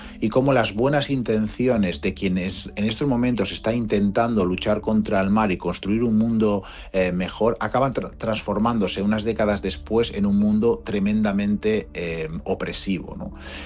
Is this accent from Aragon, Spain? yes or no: yes; Chalamera, Aragon, Spain; now in Sweden; en mi caso, del siglo pasado, en los años 90, y en mi caso en la España rural. Así que el libro también es un trayecto geográfico y a través del tiempo entre un presente en Suecia, que es donde escribí esta novela, un pasado en mi pueblo, Chalamera